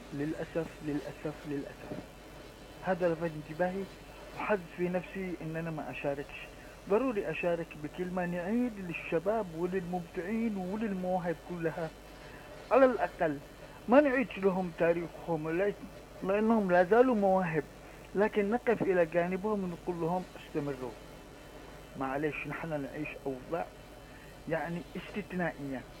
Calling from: Yemen

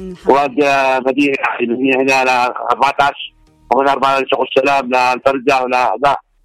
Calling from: Lahij, Yemen; حتى عندنا بيافع

